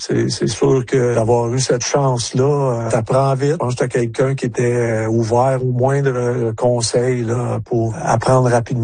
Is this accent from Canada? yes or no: yes; Quebec, Canada; En grandissant en Abitibi, on voyait ça à la télé, puis on suivait ça un petit peu